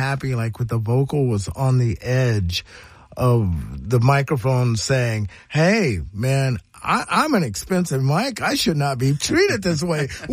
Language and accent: English; Marion, Ohio, United States; born there; now in Columbus, United States; my blues got to come from the Rust Belt and some cornfields outside of Marion, Ohio.